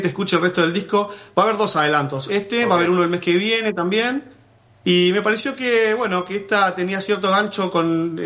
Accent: La Plata, Buenos Aires Province, Argentina; born there; Sí, nací en La Plata.

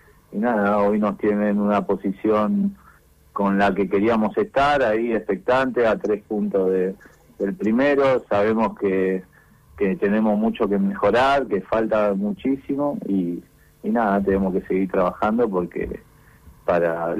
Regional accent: Berazategui, Buenos Aires Province, Argentina; born there; now in San Isidro, Argentina

